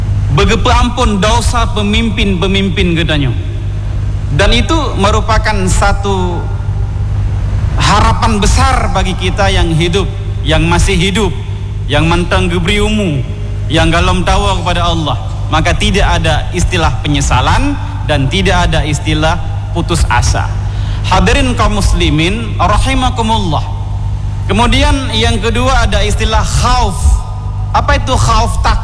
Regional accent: Aceh, Indonesia; indatu kita Aceh

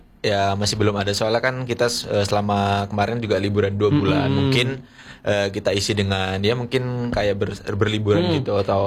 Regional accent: Jember, East Java, Indonesia; Kebetulan saya asli Jember.

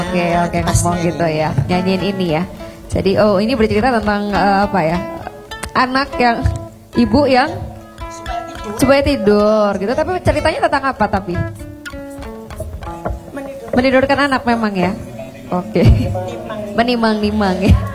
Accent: West Nusa Tenggara, Indonesia

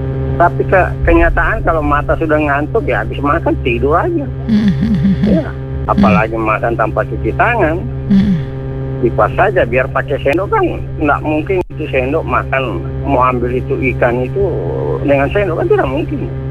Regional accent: North Sulawesi, Indonesia; kalau di kampung saya Bunda, di Sulawesi Utara dulu, orang tua dulu itu korok dengan sendok itu

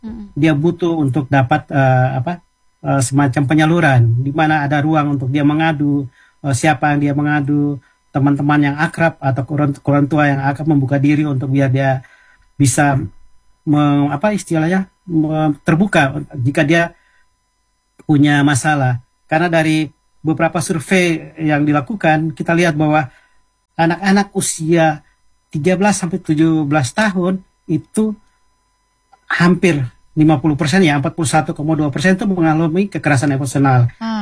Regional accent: Surabaya, East Java, Indonesia; Pokoknya kampung saya Surabaya

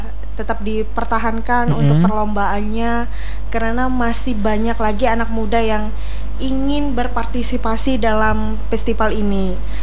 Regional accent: Central Kalimantan, Indonesia; Jadi aku tuh, ini dari Barito Utara.

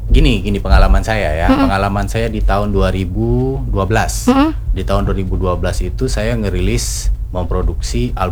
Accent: Riau Islands, Indonesia; kita nih orang Kepulauan Riau atau orang Melayu

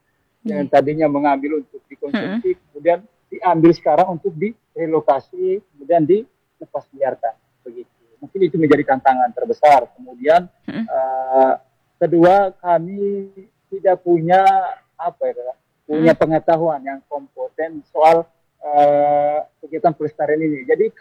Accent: Flores, East Nusa Tenggara, Indonesia

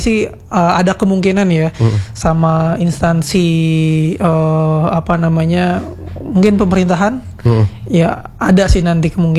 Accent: Pandeglang, Banten, Indonesia; now in Cirebon, Indonesia; saya asli Banten, Pandeglang

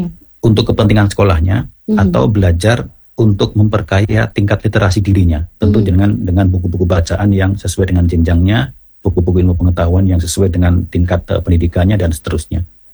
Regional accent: East Nusa Tenggara, Indonesia; kita semua sebagai warga NTT

